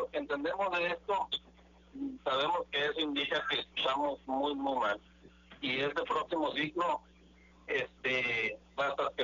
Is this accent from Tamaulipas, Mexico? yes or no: yes; Tamaulipas, Mexico